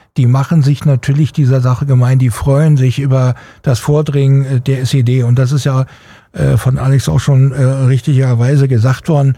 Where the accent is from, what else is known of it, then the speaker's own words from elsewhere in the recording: Germany; now in Berlin, Germany; Aber ich habe als Deutscher eine gesellschaftliche Aufgabe.